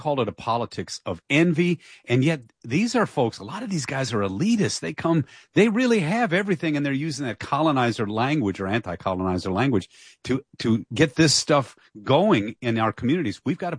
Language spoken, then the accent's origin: English; Dearborn, Michigan, United States; Yeah, and like I said, I'm from Dearborn.